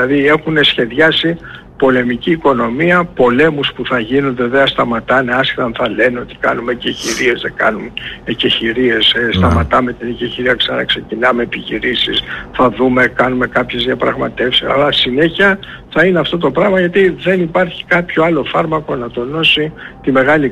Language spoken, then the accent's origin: Greek; Egypt; είμαστε από την Αίγυπτο όταν ήρθαμε, πήγαν και δουλέψαν στα άσπρα σπίτια στην Πεσινέ.